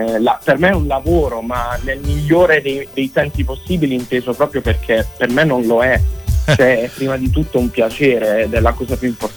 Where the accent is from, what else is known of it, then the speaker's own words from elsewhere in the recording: Putignano, Apulia, Italy; moved away as an adult; Sì, io appunto nasco a Putignano, io sono classe 2002, e i miei primi 20 anni di vita li ho passati nella mia Puglia, bellissima, sì.